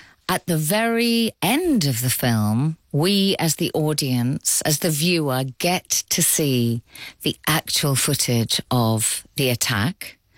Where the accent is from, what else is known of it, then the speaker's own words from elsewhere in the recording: England, United Kingdom; accent: English; Shall I carry on doing it in my English accent?